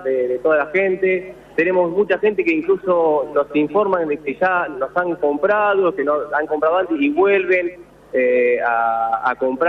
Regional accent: 9 de Julio, Buenos Aires Province, Argentina; Somos de 9 de Julio, provincia de Buenos Aires, la Cuenca Láctea

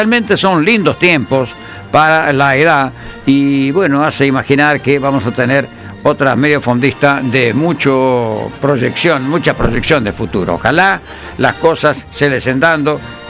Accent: Argentina; ahora es una promesa tremendamente grande para nosotros como argentinos

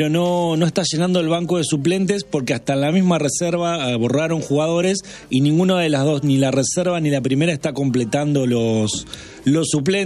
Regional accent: Santa Fe, Argentina; moved away as an adult; now in Buenos Aires, Argentina; Yo soy de Santa Fe, vine con 21, no me quise venir como Juanjo de chico

